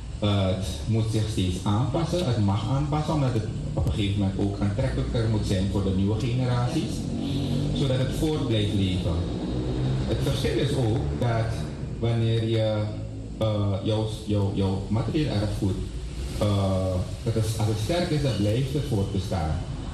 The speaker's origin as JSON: {"language": "Dutch", "country": "Suriname"}